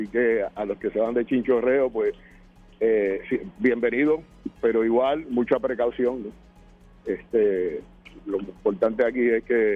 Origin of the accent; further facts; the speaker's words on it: Puerto Rico; como puertorriqueños, independientemente de la ideología